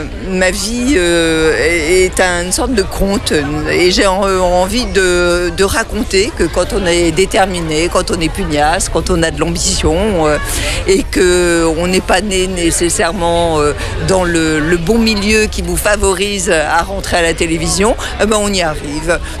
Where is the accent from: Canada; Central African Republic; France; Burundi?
France; Brittany